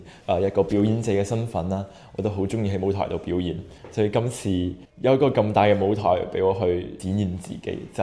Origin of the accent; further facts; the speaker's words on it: Hong Kong; 我哋香港青年